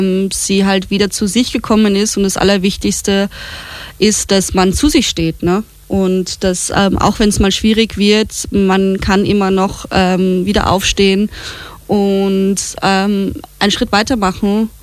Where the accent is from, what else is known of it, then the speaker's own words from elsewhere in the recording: Austria; Bei uns in Österreich.